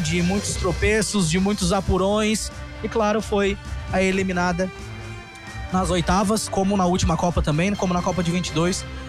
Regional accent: Brazil; E nós somos brasileiros, né?

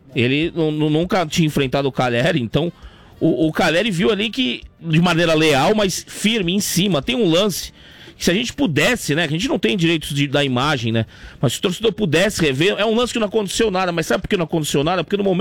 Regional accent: Santos, São Paulo, Brazil; e olha que eu sou de Santos, que é uma cidade que muita gente quer, de São Paulo, sonha em viver lá.

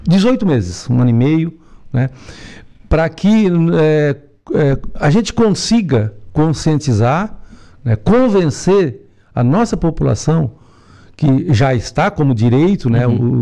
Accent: Maracajá, Santa Catarina, Brazil; also born or lived in Paraná; Eu nasci no Espigão da Pedra, logo pro Barro Vermelho. Fui até no Paraná, mas voltamos. Rapidinho, estamos aí em nosso Maracajá.

